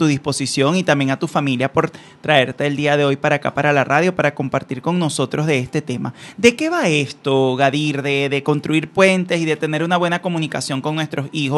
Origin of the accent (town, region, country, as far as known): Venezuela